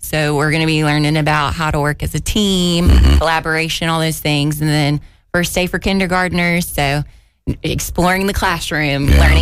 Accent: Sumter, South Carolina, United States; I am born and raised from Sumter, South Carolina.

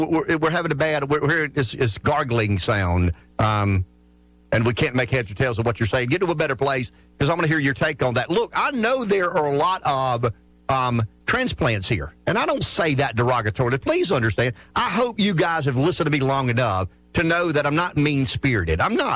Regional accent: South Carolina, United States; I'm a Southern boy, unapologetically a Southern boy. I'm proud when people ask me, where are you from? South Carolina.

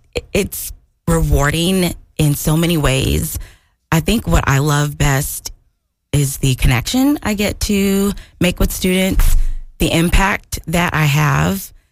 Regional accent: Sumter, South Carolina, United States; I am from Sumter, South Carolina. Yeah. I was born here. My dad was military. We moved around a little bit, but mostly I was raised here.

